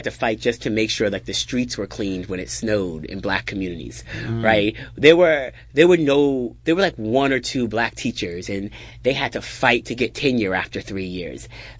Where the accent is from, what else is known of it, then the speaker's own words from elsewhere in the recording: Eastern Long Island, New York, United States; growing up on Eastern Long Island, it's different than growing up in a city.